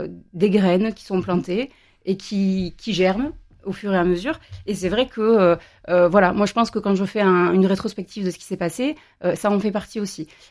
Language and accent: French; Lunel, Occitanie, France; Oui, alors moi donc … je suis originaire de Lunel. Je travaille en tant que juriste, j'ai 42 ans, je suis maman de 3 enfants, mariée.